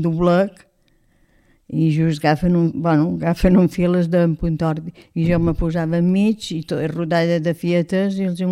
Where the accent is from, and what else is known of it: Ferreries, Balearic Islands, Spain; born or raised there